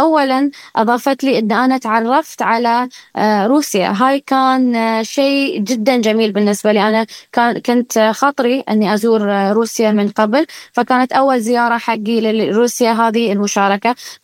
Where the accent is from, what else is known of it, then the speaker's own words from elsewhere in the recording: Bahrain; البحرين الوطن الأرض هي اللي تلهمني دائما. حتى المنزل اللي أنا عشت فيه هو منزل جدتي، المكان اللي أنا تربيت فيه